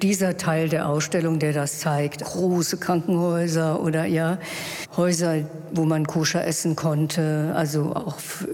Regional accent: Frankfurt am Main, Hesse, Germany; ich bin in Frankfurt geboren und aufgewachsen

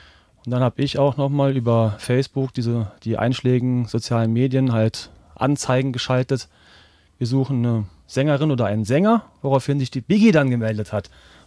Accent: Baden-Württemberg, Germany; Wir kommen räumlich, sagen wir, aus dem Großraum Reutlingen auch und Tübingen, ja.

